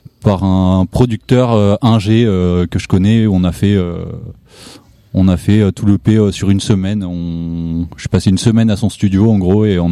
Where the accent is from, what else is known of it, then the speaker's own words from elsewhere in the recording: Auvergne-Rhône-Alpes, France; now in Valence, France; Moi j'habite à Valence et sinon à la base je viens de Soue à côté de Cré